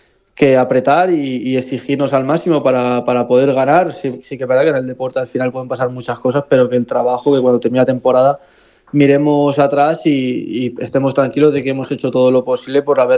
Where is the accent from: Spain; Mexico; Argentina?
Spain; Garciotum, Castilla-La Mancha; Al final son pueblos muy pequeñitos. Él es de Cardiel y yo soy de Garciotú. Y son pueblos hermanos prácticamente.